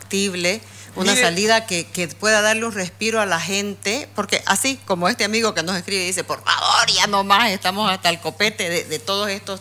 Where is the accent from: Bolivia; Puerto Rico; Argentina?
Bolivia; Santa Cruz; nosotros como cruceños